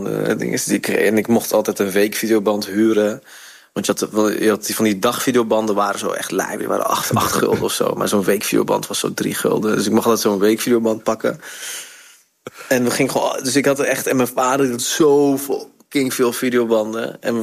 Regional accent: North Brabant, Netherlands; accent: Brabantse G; hoor ik nog steeds wel de Brabantse G er af en toe tussendoor zo komen. En de 7 zeg ik ook nog steeds.

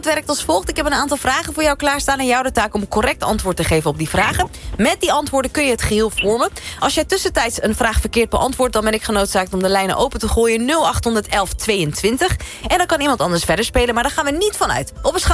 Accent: Netherlands; En natuurlijk ook de kleur waar wij als Nederlanders trots op zijn.

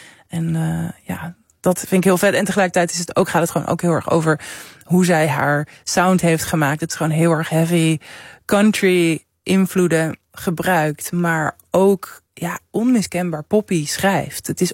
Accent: Netherlands; als Nederlander

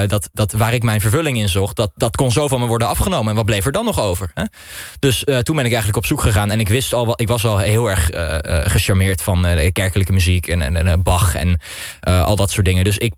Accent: Castricum, North Holland, Netherlands; Ik ben dus niet, zoals jullie twee, christelijk opgevoed. Dus ik kom uit Castricum. En Castricum is in de jaren 60 eigenlijk meteen geseculariseerd.

